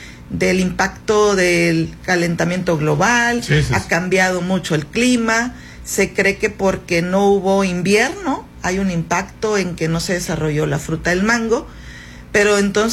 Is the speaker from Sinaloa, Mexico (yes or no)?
yes; Chametla, Sinaloa, Mexico; Yo soy del sur de Sinaloa, soy de una familia incluso que se dedica al mango. Todos los de mi pueblo en Chametla se dedican al mango.